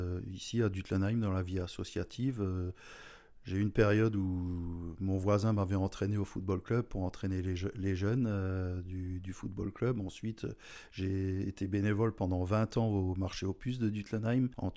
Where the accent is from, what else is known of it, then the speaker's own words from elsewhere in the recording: Strasbourg, Grand Est, France; born there; je suis né à Strasbourg d'un papa belge et d'une maman alsacienne.